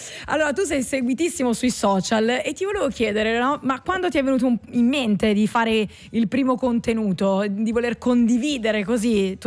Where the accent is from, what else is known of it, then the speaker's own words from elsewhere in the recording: Bologna, Emilia-Romagna, Italy; io sono del nord, sono nordica, sono di Bologna